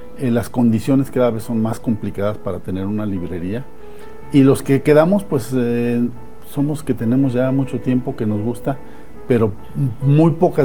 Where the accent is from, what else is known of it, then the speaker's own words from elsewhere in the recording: Querétaro, Mexico; somos puros libreros queretanos